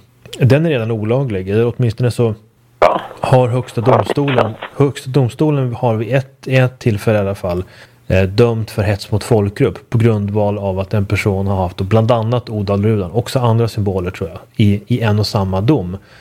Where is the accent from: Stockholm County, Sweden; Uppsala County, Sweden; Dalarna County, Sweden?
Uppsala County, Sweden; till exempel där jag växte upp utanför Uppsala, där kan man tycka att det är väldigt mycket runstenar i landskapet.